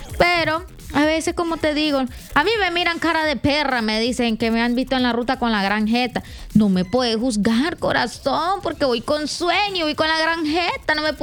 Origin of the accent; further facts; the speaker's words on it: Nicaragua; Que me venga un indio patarrajada de aquí, de Nicaragua, que somos unos indios, así nos dicen ahora.